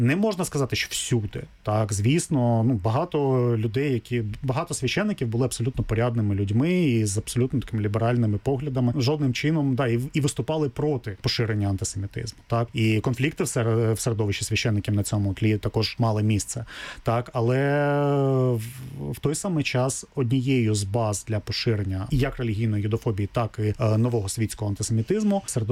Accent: Kryvyi Rih, Dnipropetrovsk Oblast, Ukraine; ну, я сам з Кривого Рогу, так, і містечко Кривий Ріг на той час ще не місто

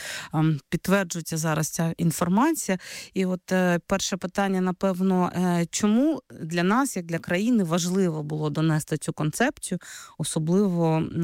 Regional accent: Crimea, Ukraine; я часто згадую як кримчанка про те, як взагалі відбувалась наша освіта, як мало було, зокрема, української мови, на жаль, в Криму

